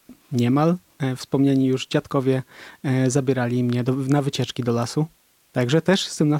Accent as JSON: {"language": "Polish", "town": "Poznań", "region": "Greater Poland Voivodeship", "country": "Poland", "tie": "born or raised there", "said": "Ja się wychowałem w Poznaniu, właściwie w samym centrum Poznania."}